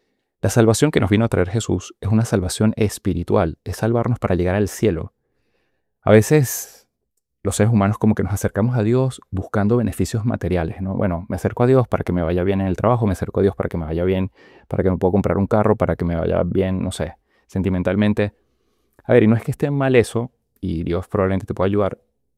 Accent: Venezuela; Yo soy venezolano.

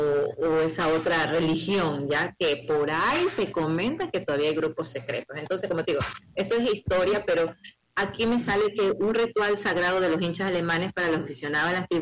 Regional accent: Ecuador; nosotros somos ecuatorianos

